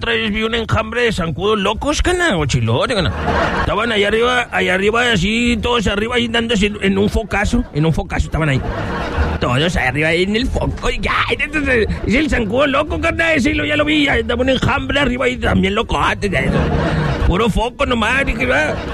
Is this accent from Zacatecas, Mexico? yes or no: yes; Zacatecas, Mexico; Yo soy de Zacatecas. Chilete.